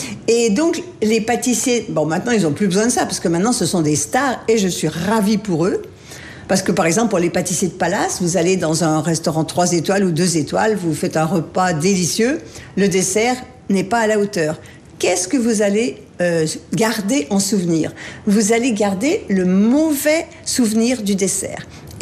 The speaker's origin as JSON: {"language": "French", "region": "Auvergne-Rhône-Alpes", "country": "France", "said": "je suis savoyarde"}